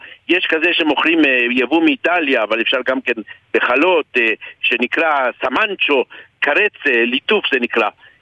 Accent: Argentina; שאני מאוד אוהב בתור ארגנטינאי, ואהבתי כשהייתי ילד.

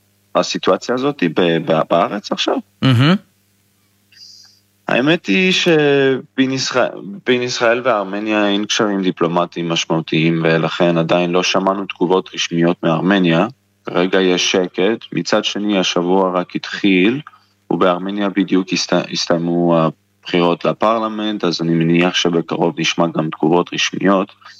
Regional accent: Armenia; Hebrew is a second language; also born or lived in Petah Tikva, Israel; אז כשהייתי קטן, ההורים שלי החליטו לחזור לארמניה ולגדל שם את הילדים שלהם

